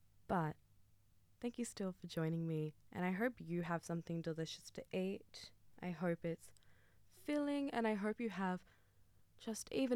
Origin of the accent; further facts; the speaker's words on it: Sydney, New South Wales, Australia; I'm from Bidjigal land and Cammiagal land